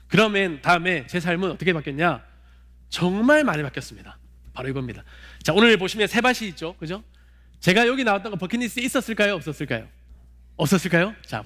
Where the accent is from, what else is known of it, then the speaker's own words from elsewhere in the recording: Busan, South Korea; born there; 저는 참고로 부산시에서 태어났었습니다. 처음에는.